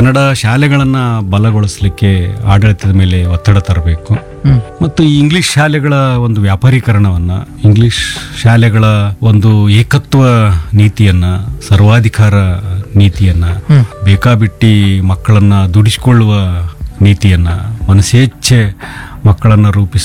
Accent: Karnataka, India; ನಾವು ಕನ್ನಡಿಗರು

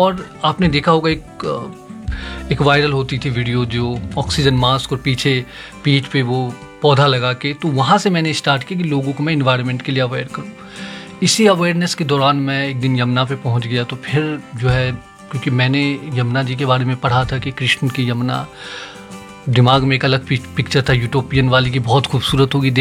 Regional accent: Bihar, India; now in Delhi, India; मैं बिहार से बिलोंग करता हूँ। मैं जब दिल्ली आया

